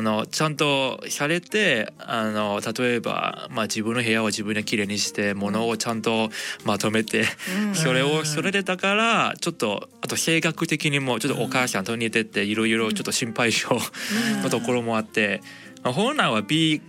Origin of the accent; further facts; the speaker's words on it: Hong Kong; moved away; 僕そもそも香港出身なので、